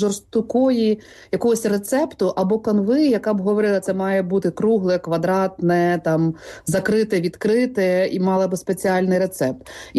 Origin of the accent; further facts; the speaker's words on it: Polesia, Ukraine; Я з Полісся, і в моєму дитинстві не було тортів, пляцків, в моєму дитинстві були пироги на будь-які свята